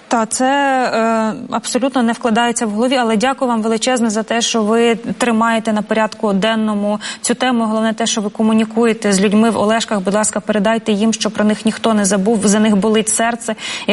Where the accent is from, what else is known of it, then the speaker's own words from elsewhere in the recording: Zaporizhzhia, Zaporizhzhia Oblast, Ukraine; ви мешкаєте у Запоріжжі, це моє рідне місто.